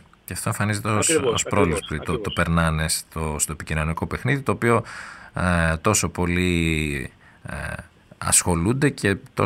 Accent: Katerini, Central Macedonia, Greece; Εγώ από εκεί που είμαι, κύριε Ξάνθη, από την Κατερίνη

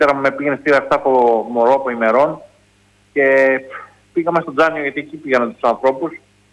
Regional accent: Piraeus, Attica, Greece; εγώ γεννήθηκα στην Καστέλα. Είμαι από εκεί δηλαδή.

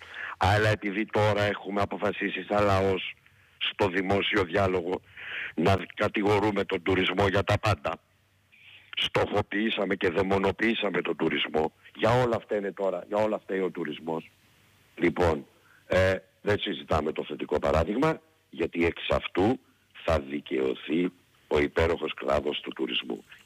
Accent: Greece; γιατί ως Έλληνες είμαστε, έχουμε μεγάλη αγάπη στο διχασμό.

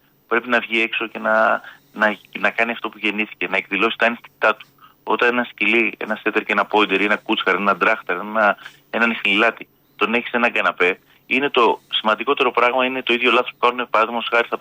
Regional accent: Epirus, Greece; Και εμένα οι θείοι μου, όλοι στο χωριό μου, στα Ζαγόρια

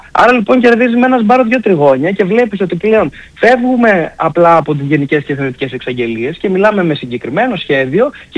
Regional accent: Trikala, Thessaly, Greece; moved away as an adult; now in Athens, Greece; εγώ είμαι 30 χρονών, είμαι ένας νέος δικηγόρος. Γεννήθηκα και μεγάλωσα στα Τρίκαλα

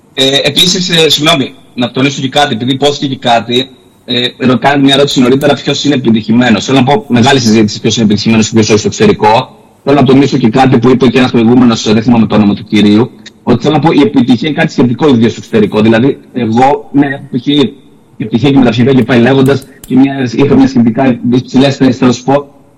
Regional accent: Larissa, Thessaly, Greece; Εν συντομία ξανά, εγώ εντάξει, μεγάλωσα, γεννήθηκα στη Λάρισα

